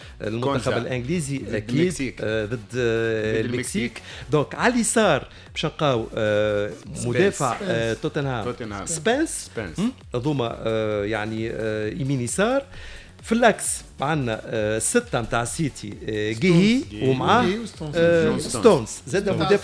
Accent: Tunisia; انا كمواطن تونسي

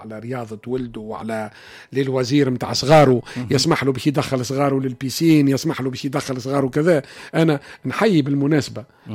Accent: Kairouan, Kairouan Governorate, Tunisia; انا تربيت في القيروان

